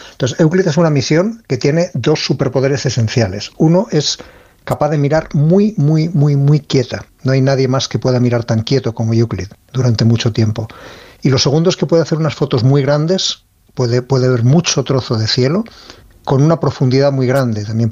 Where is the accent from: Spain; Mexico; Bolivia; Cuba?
Spain; Ávila, Castile and León; Sí, sí, yo soy de Ávila y en Ávila tenemos unos cielos envidiables, de hecho tenemos reservas Starlight.